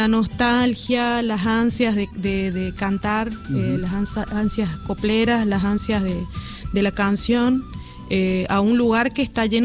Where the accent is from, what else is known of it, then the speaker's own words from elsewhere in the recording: Colpes, Catamarca, Argentina; now in Buenos Aires, Argentina; en mi pueblito allá en Colpes de Pomán